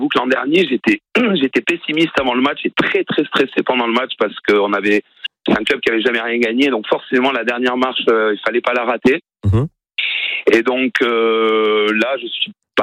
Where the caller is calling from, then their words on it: Bordeaux, Nouvelle-Aquitaine, France; comme j'espère tous les Bordelais